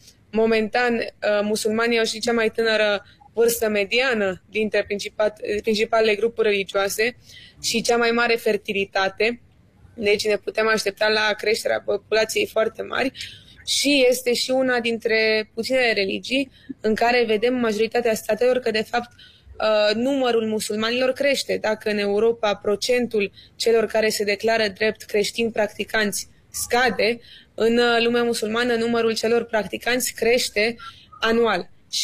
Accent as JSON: {"language": "Romanian", "country": "Romania"}